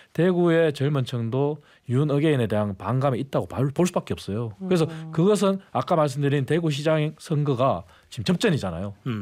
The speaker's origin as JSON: {"language": "Korean", "region": "Daegu", "country": "South Korea", "said": "아 그렇습니다. 뭐 대구 출신이고 네."}